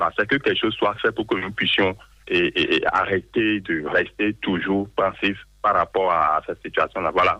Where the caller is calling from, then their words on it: Adjohoun, Ouémé, Benin; Hein. Je vous appelle d'Adjoum.